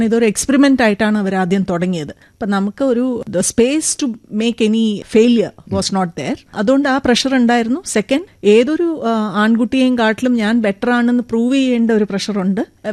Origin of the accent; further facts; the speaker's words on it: Bokaro, Bihar, India; ഞാൻ വളർന്നത് നോർത്തിലെ ബീഹാർ സ്റ്റേറ്റിലായിരുന്നു. അവിടെ ബൊക്കാറോ സ്റ്റീൽ സിറ്റിയിലാണ് എൻ്റെ അച്ഛൻ വർക്ക് ചെയ്തുകൊണ്ടിരുന്നത്.